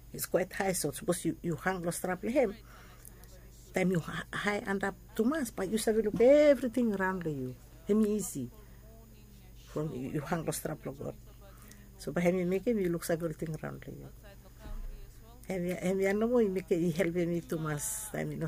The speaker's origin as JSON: {"language": "English", "country": "Vanuatu", "second_language": "English", "said": "Encourage new students or young students or new Vanuatu people, because I'm from Vanuatu, but I lecture in law"}